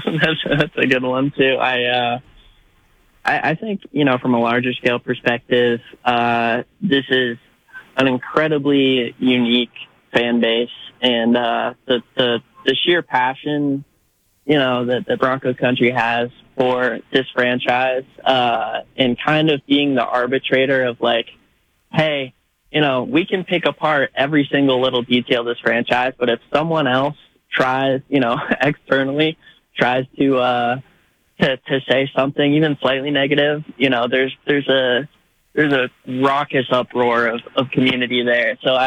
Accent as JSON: {"language": "English", "region": "California", "country": "United States", "said": "And I'm from the Bay originally, so, you know, there's ties there."}